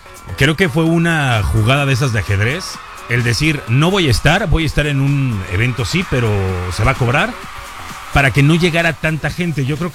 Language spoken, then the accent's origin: Spanish; Mexico; a nivel mundial el termómetro de la calidez y de cómo somos los mexicanos como anfitriones está a tope.